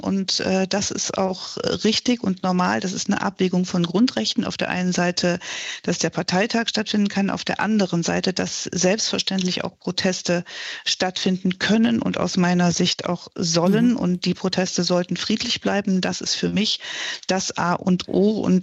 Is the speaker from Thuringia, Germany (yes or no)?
yes; Erfurt, Thuringia, Germany; in einer wunderbaren Stadt, wie es meine Heimat Erfurt ist